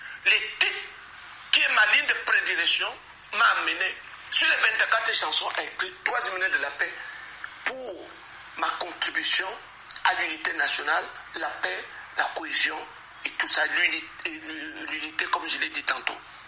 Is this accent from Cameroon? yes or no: yes; Cameroon; je me sens plus mieux chez moi au Cameroun qu'ailleurs, quel que soit ce qu'on me réserve ailleurs. Je suis Camerounais de père et mère. Et je me sens plus à l'aise au Cameroun qu'ailleurs.